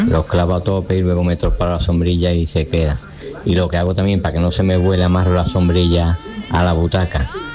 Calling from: Seville, Andalusia, Spain; Hola, buenos días. … de Sevilla.

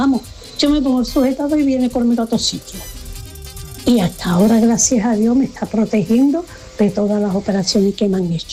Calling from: Seville, Andalusia, Spain; de Sevilla.

